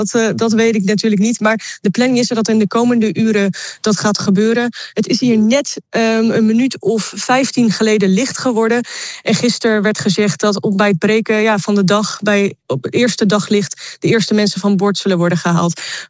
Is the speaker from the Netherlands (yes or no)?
no; Spain; Dutch is a second language; Dus als we kunnen helpen, moeten wij dat als Spanjaarden zeker doen.